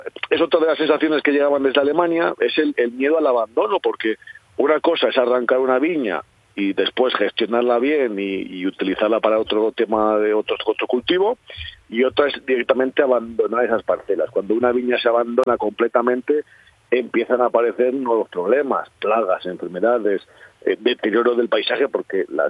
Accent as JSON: {"language": "Spanish", "town": "Toro", "region": "Castile and León", "country": "Spain", "said": "la de mi pueblo, la de Toro."}